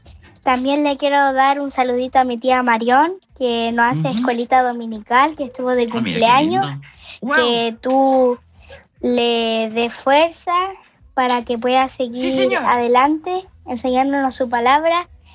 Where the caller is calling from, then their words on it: Renca, Santiago Metropolitan Region, Chile; de Renca.